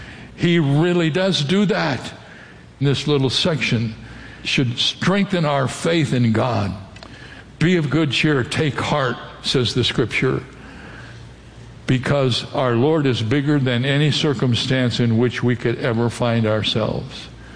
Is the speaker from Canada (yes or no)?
no; Ohio, United States; born or raised there